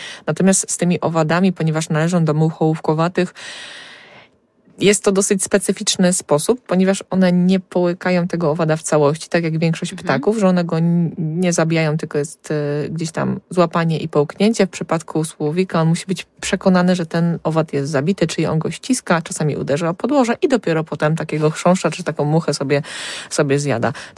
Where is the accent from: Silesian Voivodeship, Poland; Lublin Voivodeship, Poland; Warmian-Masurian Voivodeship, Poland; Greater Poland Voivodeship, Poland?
Greater Poland Voivodeship, Poland; Poznań